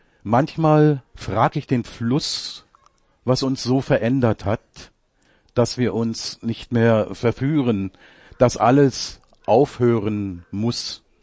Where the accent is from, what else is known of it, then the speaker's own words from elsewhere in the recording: Frankfurt, Brandenburg, Germany; Meine Heimatstadt Frankfurt-Oder, gelegen an der Grenze zur Volksrepublik Polen, war Garnisonsstadt